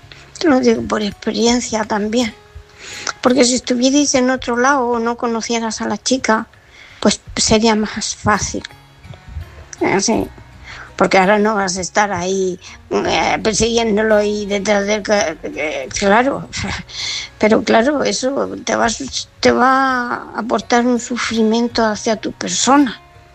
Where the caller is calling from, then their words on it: Murcia, Region of Murcia, Spain; de Murcia.